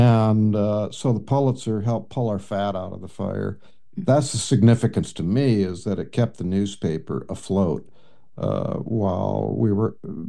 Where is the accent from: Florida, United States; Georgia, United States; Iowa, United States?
Iowa, United States; Storm Lake; born there; And I was born in Storm Lake. My brother John was 5 years old or whatever when we moved here, 7 years old when we moved here.